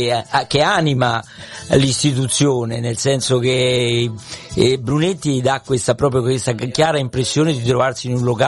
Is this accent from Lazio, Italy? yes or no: yes; Rome, Lazio, Italy; moved away; io vengo da Roma, sono nato a Roma, Roma, io sono nato a Viale Angelico, perché Viale Angelico è il viale che unisce, diciamo, San Pietro e il Foro Italico